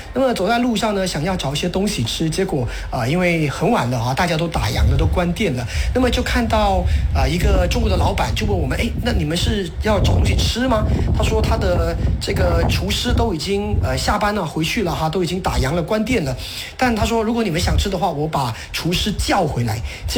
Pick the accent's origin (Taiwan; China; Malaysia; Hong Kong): Malaysia; 我们马来西亚人